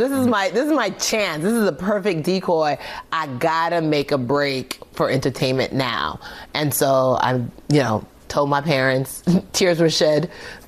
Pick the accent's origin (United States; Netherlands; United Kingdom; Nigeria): Nigeria; how do I do that? I'm Nigerian.